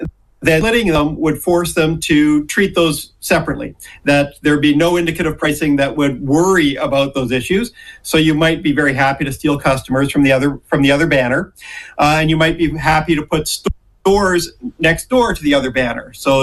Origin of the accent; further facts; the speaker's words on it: Canada; hey, I'm Canadian still, that food isn't all that confusing for a New Zealander.